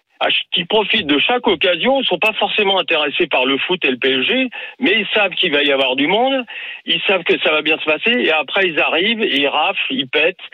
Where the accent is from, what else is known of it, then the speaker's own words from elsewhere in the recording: Southwest France, France; Le rugby, si vous venez, moi, je suis du Sud-Ouest, il y a une culture de supporters.